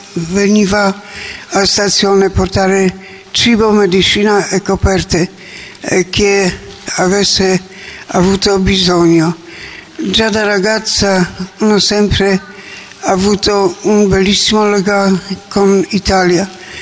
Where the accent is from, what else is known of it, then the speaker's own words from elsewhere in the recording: Poland; Italian is a second language; moved away as an adult; now in Italy; vengo dalla Polonia. Arrivata da Italia 35 anni fa, per il lavoro.